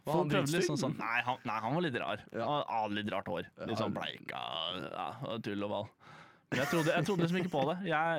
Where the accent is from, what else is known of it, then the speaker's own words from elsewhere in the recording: Buskerud, Norway; now in Oslo, Norway; Han hadde alt som jeg har sett på når jeg flyttet til Oslo fra Hallingdal.